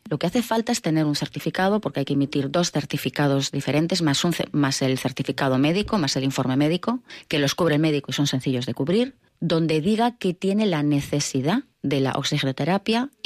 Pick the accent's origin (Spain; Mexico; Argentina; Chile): Spain